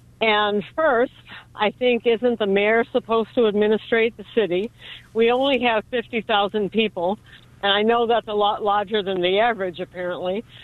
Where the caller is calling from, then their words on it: La Crosse, Wisconsin, United States; I live in La Crosse